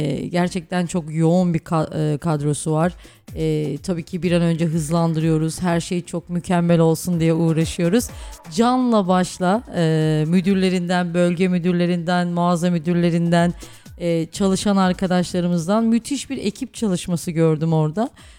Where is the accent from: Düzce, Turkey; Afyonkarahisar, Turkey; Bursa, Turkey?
Düzce, Turkey; Tabii biz Düzceliler olarak Konsept AVM'yi yeni tanıyor olacağız.